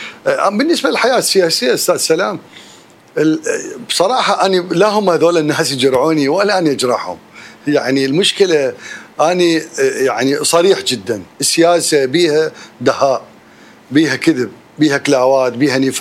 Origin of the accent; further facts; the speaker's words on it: Baghdad, Baghdad Governorate, Iraq; moved away as an adult; also born or lived in Al-Hay, Kut; now in Athens, Greece; أنا رجال من بغداد يعني، أصولي من الحي من الكوت يعني، وكردي طبعاً، وأتشرف بقوميتي، ورجال من مذهب أهل البيت، وعراقي وأحب عراقيتي